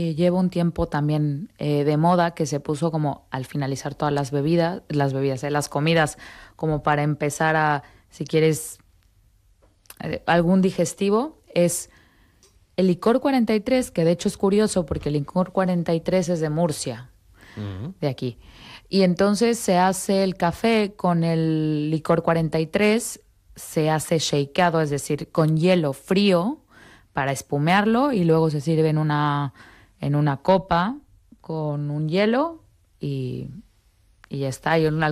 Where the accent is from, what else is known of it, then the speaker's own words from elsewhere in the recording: Mexico; moved away; en México, como mexicano